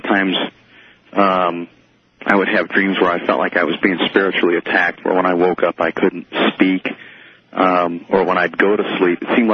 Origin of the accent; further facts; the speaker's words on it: Minnesota, United States; now in Colorado Springs, United States; Just to give you a little bit of background, I grew up in a small town in Minnesota.